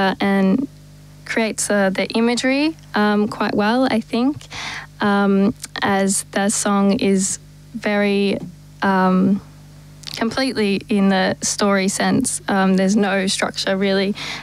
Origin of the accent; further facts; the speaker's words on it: Melbourne, Victoria, Australia; moved away as an adult; also born or lived in England; I'm from Melbourne, near Chadstone.